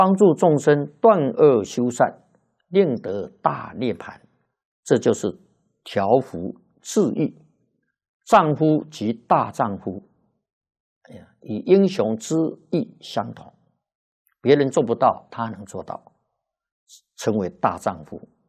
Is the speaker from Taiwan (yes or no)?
no; China